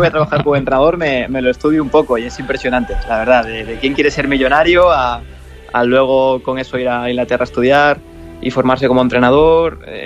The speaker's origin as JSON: {"language": "Spanish", "country": "Spain"}